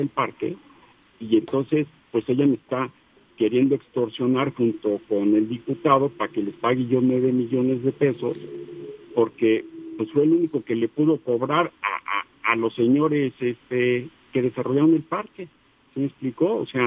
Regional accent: Mexico

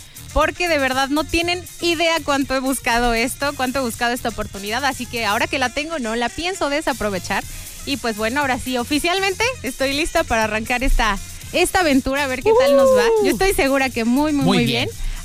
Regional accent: Beristain, Puebla, Mexico; No, yo soy de Beristain, así que ojalá que la gente de aquí de Huauchinango me reciba con los brazos abiertos, así como yo, que me gusta mucho este lugar. Y pues realmente estoy muy cerca, pero sí, soy de Beristain.

